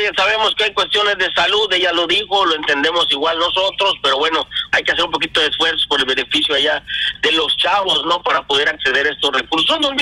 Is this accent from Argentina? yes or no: no; Mexico; como buenos mexicanos dejamos todo a lo último.